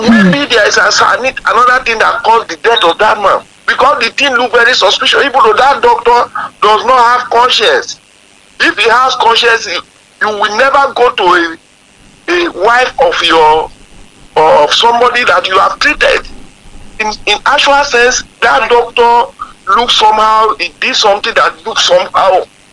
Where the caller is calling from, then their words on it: Olodo, Oyo, Nigeria; I'm calling from Olodo.